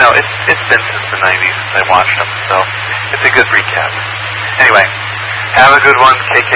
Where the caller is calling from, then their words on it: Seattle, Washington, United States; as a Seattleite, a true Seattleite